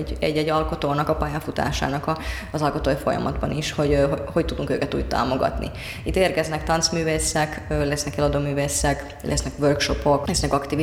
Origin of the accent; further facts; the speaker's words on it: Finland; Hungarian is a second language; kicsit ilyen hazajátszás is, mivel finn vagyok egyébként